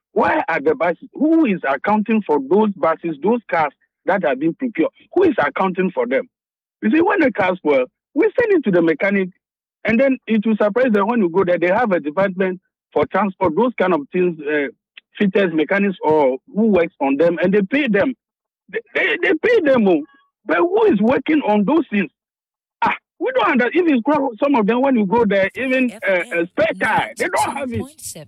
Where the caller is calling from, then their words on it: Accra, Greater Accra, Ghana; I'm calling from Roman Ridge, Accra